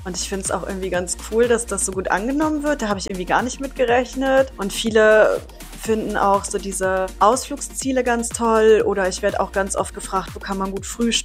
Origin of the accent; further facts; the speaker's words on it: Lower Saxony, Germany; Ich komme aus dem Landkreis Osnabrück, da ist nicht ein Berg.